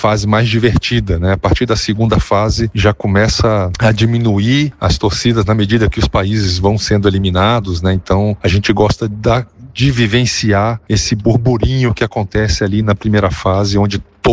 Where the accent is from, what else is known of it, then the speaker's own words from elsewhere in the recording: Brazil; Olha, a nossa expectativa sempre é muito alta. Somos brasileiros e não desistimos nunca.